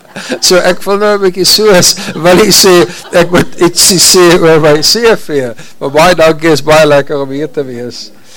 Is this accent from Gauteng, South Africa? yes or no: yes; Pretoria, Gauteng, South Africa; Ek kom van Pretoria af